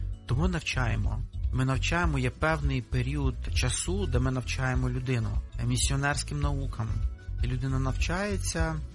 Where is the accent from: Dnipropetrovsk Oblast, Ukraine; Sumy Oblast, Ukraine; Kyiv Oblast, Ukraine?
Kyiv Oblast, Ukraine; Bila Tserkva; Я з Білої церкви.